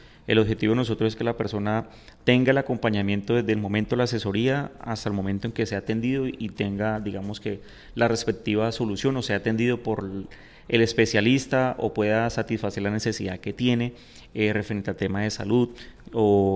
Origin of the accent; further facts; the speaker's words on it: Rivera, Huila, Colombia; Yo soy de acá de Rivera, vivo aquí en Rivera